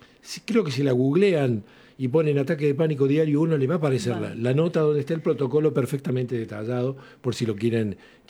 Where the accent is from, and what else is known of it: Arroyo Cabral, Córdoba, Argentina; born there